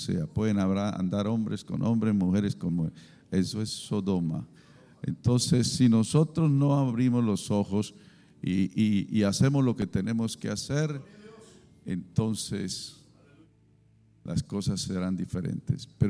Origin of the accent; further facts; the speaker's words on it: Colombia; Vamos a ejercer nuestro derecho como colombianos